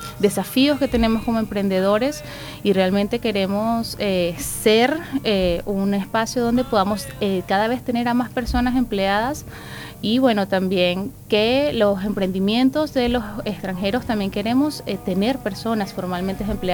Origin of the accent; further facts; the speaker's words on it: Venezuela; moved away as an adult; now in Santiago, Chile; nosotros los dos somos venezolanos. Tenemos 11 años que llegamos acá a Chile.